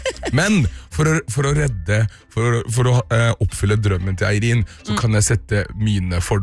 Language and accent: Norwegian; Sarpsborg, Østfold, Norway; Jeg har faktisk aldri bodd i Trondheim, så jeg har ikke sett så mange ubåter. Jeg er fra Sarpsborg